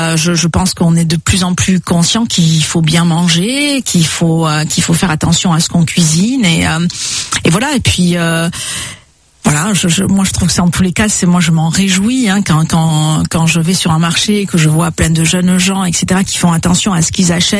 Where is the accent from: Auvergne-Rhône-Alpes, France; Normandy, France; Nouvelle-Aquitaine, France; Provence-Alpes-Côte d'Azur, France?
Nouvelle-Aquitaine, France; Landes; moved away; also born or lived in Basque Country; j'ai grandi donc dans les Landes et un peu le Pays Basque. Donc, des régions où l'art du recevoir et du bien manger était super importante